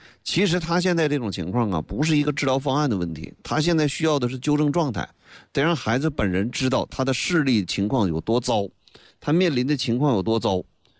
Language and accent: Chinese; China; 我们中国人平均日常饮食每天提供300毫克的钙